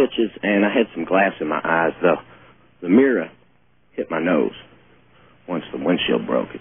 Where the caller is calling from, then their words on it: Louisville, Kentucky, United States; calling from Louisville, Kentucky.